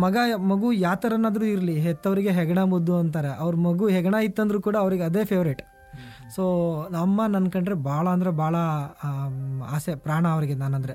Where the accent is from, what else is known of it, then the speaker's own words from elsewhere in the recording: Gajanur, Karnataka, India; ನಂದು ಶಿವಮೊಗ ಗಾಜನೂರದ್ದು ಡ್ಯಾಮ್ ಇದೆ, ಅಲ್ಲಿಂದ ತುಂಗಾ ನದಿ ಹೊಸಪೇಟೆವರೆಗೂ ಹರ್ಕೊಂಡೋಗುತ್ತೆ.